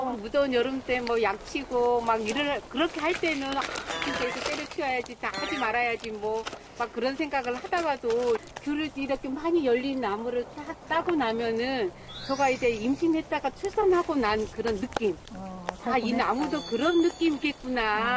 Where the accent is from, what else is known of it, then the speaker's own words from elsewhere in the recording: Jeju, South Korea; 살짝 제주도 사람으로서 되게 걱정이 많아요.